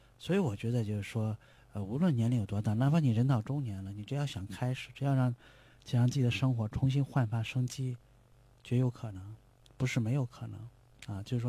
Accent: China; 我们中国人

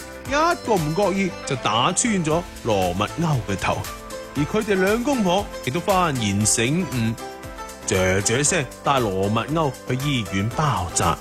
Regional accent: China; 嗱，我哋中国人拜祖先又或者系品神嘅时候，好鍾意上三炷香嘅

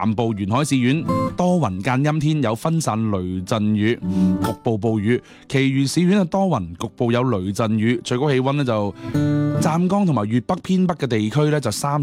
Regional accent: Guangdong, China

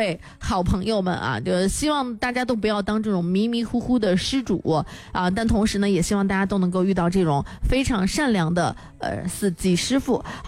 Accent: Henan, China; 俺们河南人啊，这个河南老乡儿啊

